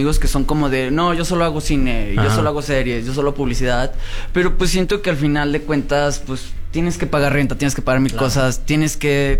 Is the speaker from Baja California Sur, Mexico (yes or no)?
yes; Los Cabos, Baja California Sur, Mexico; Yo soy de Los Cabos, pero mi familia es de Sinaloa, Mazatlán.